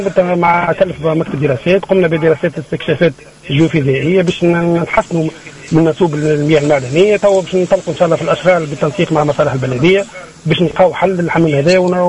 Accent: Tunisia; عندنا في قفصة

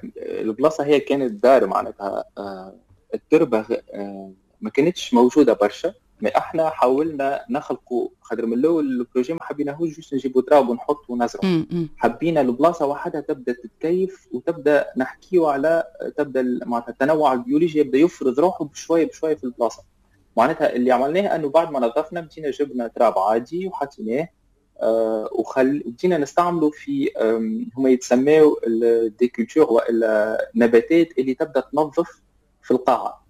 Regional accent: Tunisia; كتونسي وكمهندس فلاحي تونسي وكحتى ناشط بيئي

